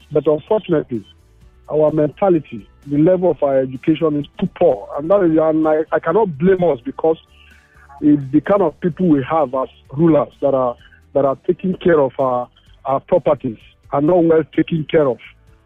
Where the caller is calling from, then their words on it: Kenya; Yeah, I'm sorry, I'm calling from Kenya.